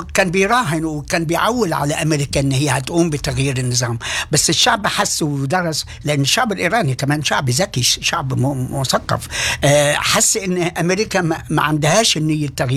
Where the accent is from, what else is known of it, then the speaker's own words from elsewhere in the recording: Egypt; الأمن المركزي عندنا في مصر